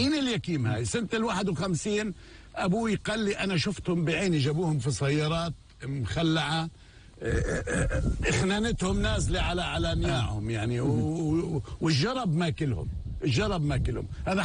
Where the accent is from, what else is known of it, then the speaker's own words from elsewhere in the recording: Palestine; نحن شعب فلسطيني حي،